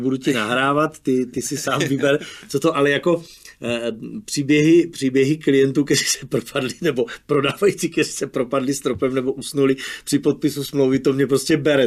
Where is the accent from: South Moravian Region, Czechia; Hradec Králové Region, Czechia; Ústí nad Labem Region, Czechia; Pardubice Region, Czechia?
South Moravian Region, Czechia; Brno; jsou sami šikovní lidi, já jsem z Brna.